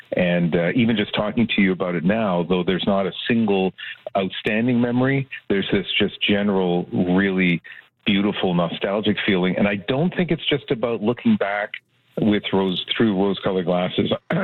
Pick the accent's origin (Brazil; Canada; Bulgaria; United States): Canada; born there; In small town New Brunswick and Nova Scotia, it was, at least when I was growing up, a magical time to have the fair come in.